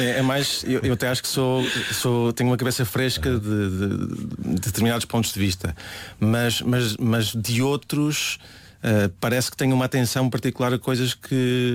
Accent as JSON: {"language": "Portuguese", "town": "Sesimbra", "region": "Setúbal", "country": "Portugal", "tie": "born or raised there", "lives_now": "Lisbon, Portugal", "said": "Eu venho de Sesimbra de criação. Eu vim da Rua de São Bento. Moro aqui em Lisboa."}